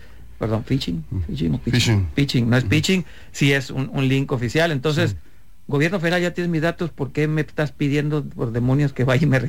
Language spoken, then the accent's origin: Spanish; Mexico; como buenos mexicanos vamos a dejar todo para el último momento